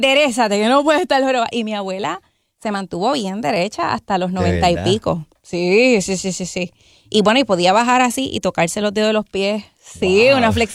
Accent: Morovis, Puerto Rico; soy de Morovis, hija de Wilmer y Ruti.

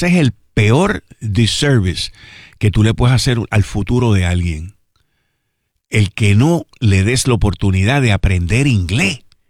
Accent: Puerto Rico; nosotros somos una colonia de Estados Unidos hace más de 100 años.

